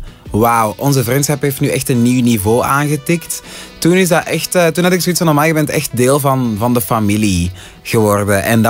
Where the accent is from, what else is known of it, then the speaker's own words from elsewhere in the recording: Haiti; de persoon die mij voor het eerst heeft gezien toen ik klein was in Haiti